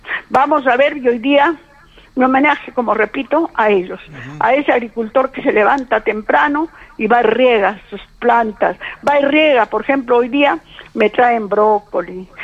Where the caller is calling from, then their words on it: Peru; Yo agradezco a mi pueblo de Carmen Alto